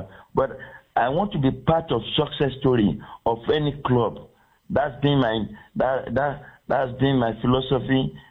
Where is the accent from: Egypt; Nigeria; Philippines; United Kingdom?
Nigeria; I'm a Nigerian.